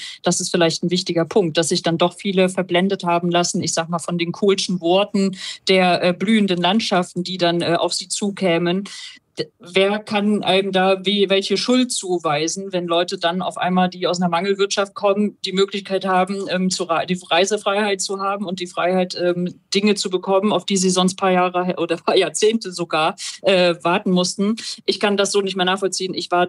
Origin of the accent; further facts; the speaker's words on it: Mecklenburg-Vorpommern, Germany; ich hebe jetzt mal auf mein Heimatbundesland ab, da kann man es nämlich sehr exemplarisch durchdeklinieren. Da verdient jeder Dritte in Mecklenburg-Vorpommern 2.700 Euro brutto